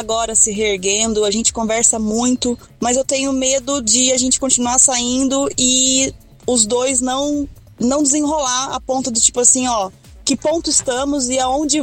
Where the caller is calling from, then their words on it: Piracicaba, São Paulo, Brazil; eu sou daqui do interior de São Paulo, mais precisamente de Piracicaba.